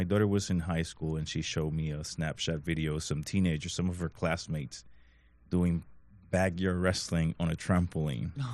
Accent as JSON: {"language": "English", "country": "Puerto Rico", "tie": "born or raised there", "moved": "as an adult", "lives_now": "Junction City, United States", "said": "I'm originally from Puerto Rico, so I grew up going to events and watching them, you know, perform."}